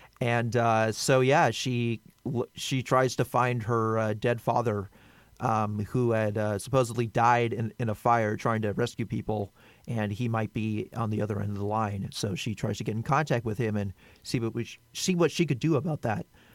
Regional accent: United States; maybe I'm biased because I'm American

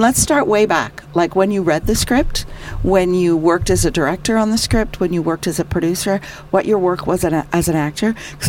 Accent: Edmonton, Alberta, Canada; moved away; I grew up in Edmonton, Alberta

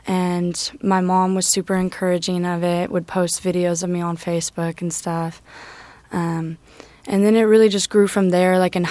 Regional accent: Trinidad, California, United States; I'm from Trinidad, California, just up north here in Humboldt.

